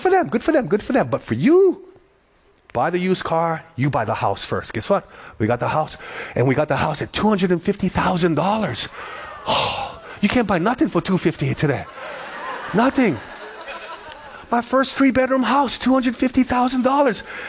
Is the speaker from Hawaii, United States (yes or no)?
yes; Kalihi, Hawaii, United States; So we grew up in Kalihi. We lived in Kalihi.